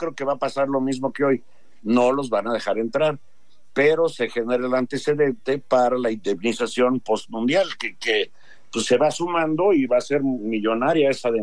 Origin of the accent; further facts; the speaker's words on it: Mexico; Nosotros no queremos que un extranjero venga a decirnos qué hacer en nuestro país.